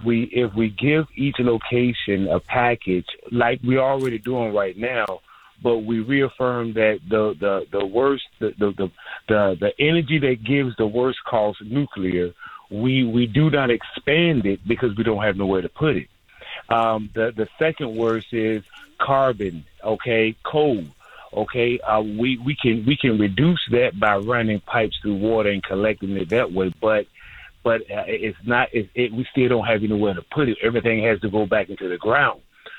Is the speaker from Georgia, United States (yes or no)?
no; Virginia, United States; So I'm originally from Virginia, ex-military as well.